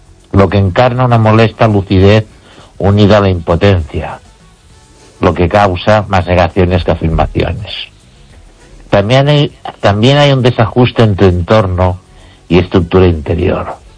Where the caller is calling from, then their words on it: Ourense, Galicia, Spain; desde Orense.